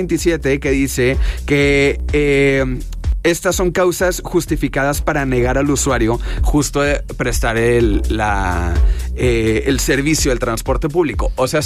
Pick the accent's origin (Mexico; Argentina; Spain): Mexico; como somos los mexicanos